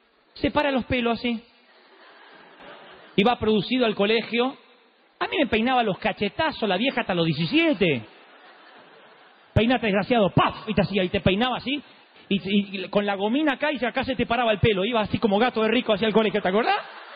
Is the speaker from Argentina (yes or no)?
yes; Argentina; yo soy de la Argentina de los 70, la Argentina donde el 99% éramos todos pobres.